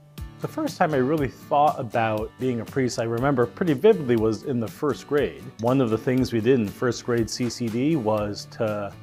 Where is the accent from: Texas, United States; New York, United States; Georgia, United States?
New York, United States; New York City; I was born and raised in New York City. Being Chinese is kind of just part of who we were. It's easier in New York because of a lot of other people who are also Chinese.